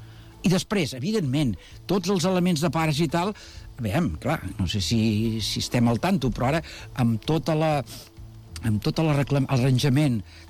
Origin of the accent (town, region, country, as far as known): Badalona, Catalonia, Spain